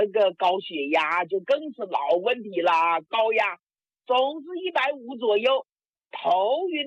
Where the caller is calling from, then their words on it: Hengyang County, Hunan, China; 常老师，我是湖南衡阳县的。